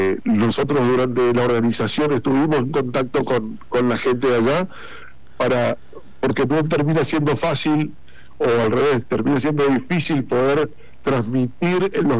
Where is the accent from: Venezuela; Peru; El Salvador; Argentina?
Argentina